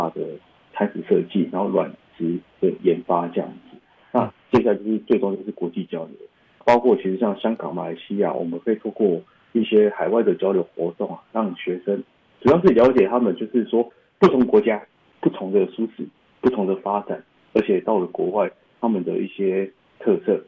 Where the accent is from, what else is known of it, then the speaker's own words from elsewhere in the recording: Taiwan; 让他们去体会一下我们就是台湾这边的一些风味跟口味啊，包括连我们的客家美食、客家蔬食。